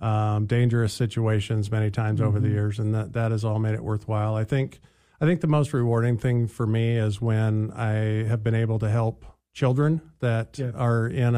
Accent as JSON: {"language": "English", "region": "Nebraska", "country": "United States", "tie": "born or raised there", "moved": "yes", "lives_now": "Anchorage, United States", "said": "I grew up in Nebraska, and so Nebraska was was a lot of country"}